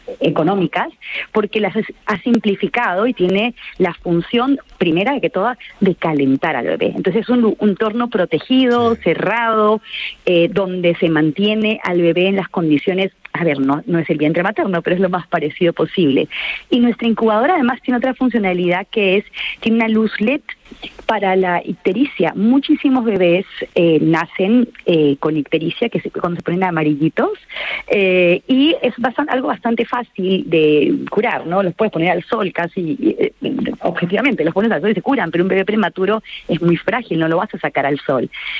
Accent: Peru; now in Spain; Yo soy una persona muy creyente y terminé en España. Yo soy peruana, terminé en España no por casualidad

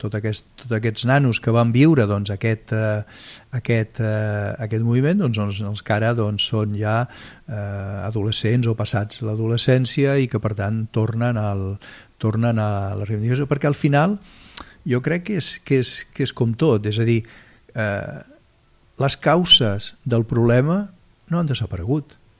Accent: Catalonia, Spain; com a catalans al nostre país

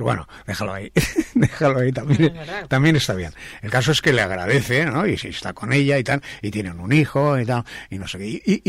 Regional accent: Spain; conocen España mejor que nosotros siendo españoles

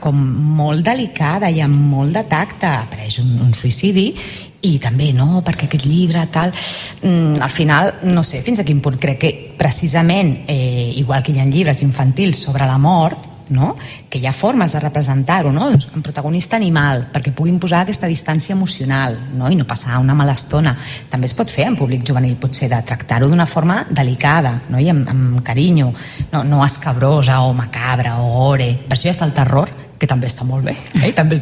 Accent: Santa Perpètua de Mogoda, Catalonia, Spain; Jo que sóc de Santa Perpètua de la Moguda, un poblet al costat de Sabadell, home, doncs no m'hi sentia representada en aquest sentit.

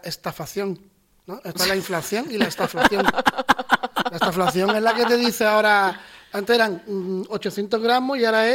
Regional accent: Canary Islands, Spain; saben que somos canarios

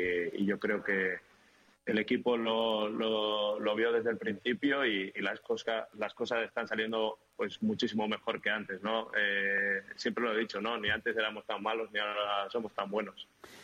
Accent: San Sebastián, Basque Country, Spain; En la ciudad, en mi pueblo, digamos, a todo el mundo, pues cuando salía a la calle, todo ese calor, todo ese apoyo que teníamos, y es verdad que lo hicimos por y para nuestra afición, pero es verdad que hay gente fuera de San Sebastián que también pues, iba con nosotros

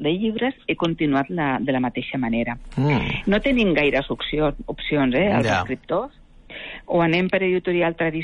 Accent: Catalonia, Spain; jo sóc del Vallès Oriental.

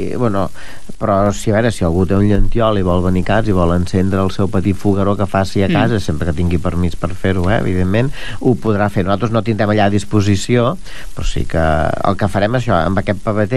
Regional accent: Pineda de Mar, Catalonia, Spain; que em vaig criar a Pineda en els primers anys, i jo recordo de jovenet anar a, no? És una institució a Pineda, no?

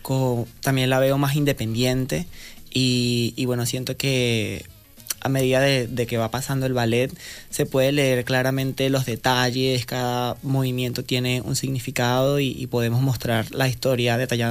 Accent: Venezuela; son referencia en la danza clásica en Venezuela, que es mi país natal.

